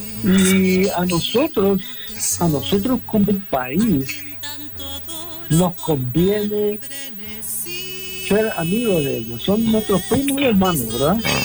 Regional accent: Jesús, Itapúa, Paraguay; Mi pueblo, sí, que es Jesús, se mudó 4 veces

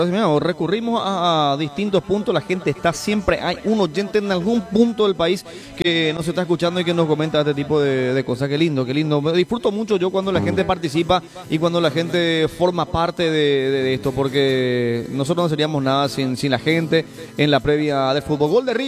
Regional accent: Canindeyú, Paraguay; yo soy de la zona, yo soy de Paraguay, compañía Año a ti.

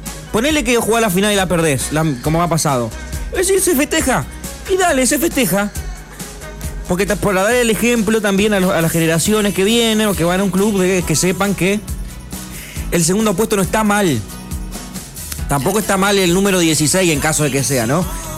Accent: Argentina; como argentino, nosotros que somos potencia mundial

